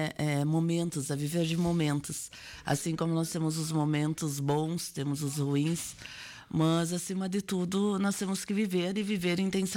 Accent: Soledade, Rio Grande do Sul, Brazil; Nasci no Espraiado mesmo.

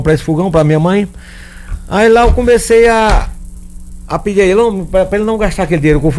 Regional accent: Cariús, Ceará, Brazil; fazia uns forrozinhos pé de serra lá no meu interior, que é Cariús, Ceará.

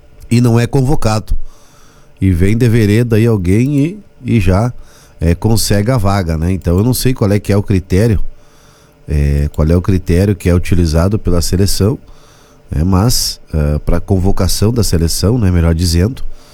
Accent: Brazil

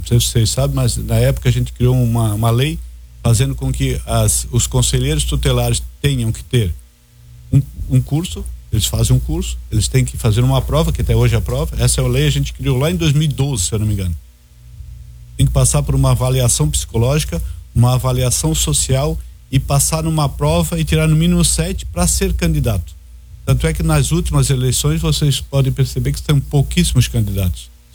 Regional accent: Balneário Camboriú, Santa Catarina, Brazil; Eu nasci aqui em Balneário Camboriú, nasci lá na Vila Real. A minha família era uma família simples, mas o meu pai era garçom e trabalhava em Florianópolis.

